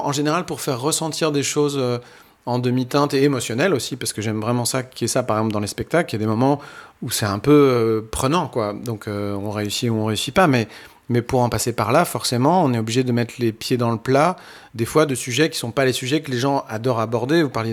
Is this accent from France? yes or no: yes; Normandy, France; Après, comme moi, je suis normand, je suis un peu ignifugé, par exemple, contre les ambiances de pluie.